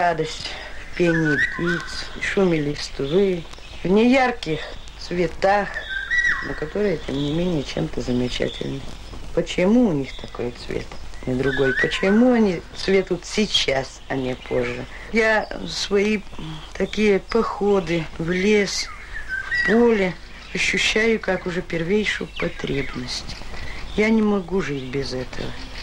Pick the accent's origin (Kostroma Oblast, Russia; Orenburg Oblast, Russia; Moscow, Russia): Kostroma Oblast, Russia; Nerekhta; Все детство мое прошло в Нерехте здесь. А городок наш небольшой, сравнительно недалеко. И леса, и поля, а там уже вот наша речка Нерехта.